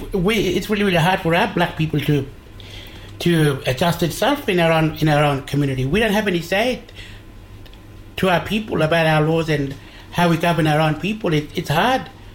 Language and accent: English; Tiwi Islands, Northern Territory, Australia; I come from the Tiwi Islands, and I'm Walpri Mix Macharat Almajirit Kurinji Ngaran.